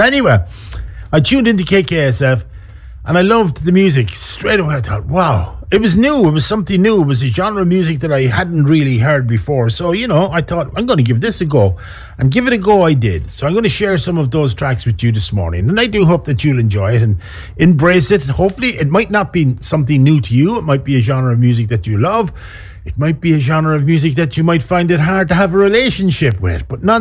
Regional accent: Ireland; moved away as an adult; now in San Francisco, United States; I came from Ireland, which had probably three or four radio stations, Pirates included, on the dial.

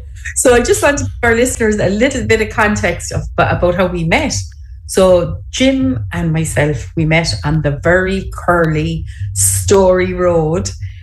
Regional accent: Cork, Munster, Ireland

